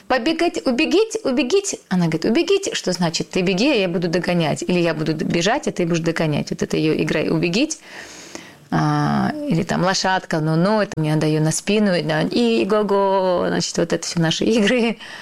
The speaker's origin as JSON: {"language": "Russian", "region": "Caucasus", "country": "Russia", "tie": "born there", "said": "я иногда даже думаю, а почему так сложилось, что я родилась в России, на Кавказе?"}